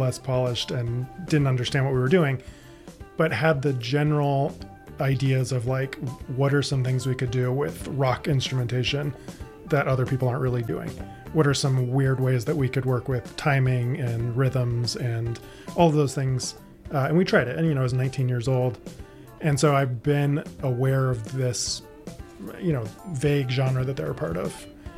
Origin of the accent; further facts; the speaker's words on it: California, United States; moved away as an adult; now in Missouri, United States; So I grew up in California mainly, and I was at UCLA, and in 2015 moved here to work at the university.